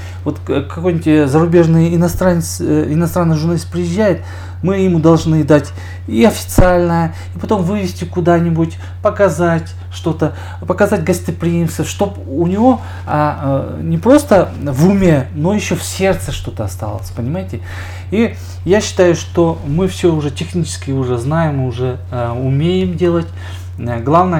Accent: Kyrgyzstan

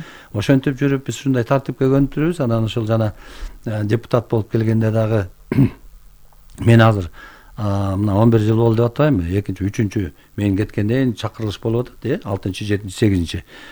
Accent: Bystrovka, Chuy Region, Kyrgyzstan; мен интернатта өстүм да, инилер менен эжекем болуп. Биз 6 эркек бир эжекебиз бар, 7 бир тууганбыз да. Анан атам чабан болгонго байланыштуу бизди интернатка өткөзгөн. Быстровка номер 1 гэс интернаты бар болчу.

